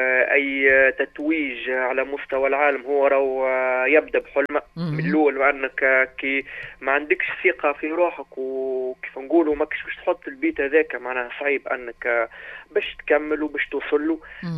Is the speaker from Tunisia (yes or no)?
yes; Jendouba, Jendouba Governorate, Tunisia; now in Radès, Tunisia; أنا صحيح نعيش توا في رادس، أنا راني من جندوبة، معناها كبرت في جندوبة ولدت في جندوبة ومن بعد كتخل للمنتخب الوطني تنقلت الرادس